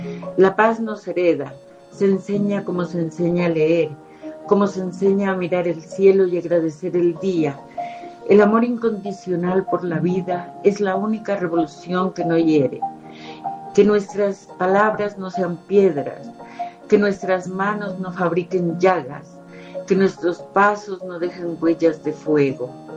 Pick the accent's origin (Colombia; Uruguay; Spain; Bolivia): Colombia; colombiana.